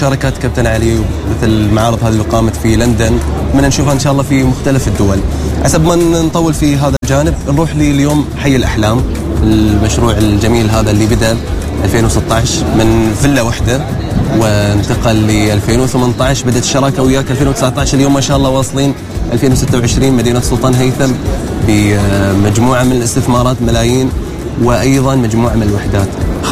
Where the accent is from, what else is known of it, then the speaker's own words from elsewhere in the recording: Oman; عندنا نحن كعمانيين هنا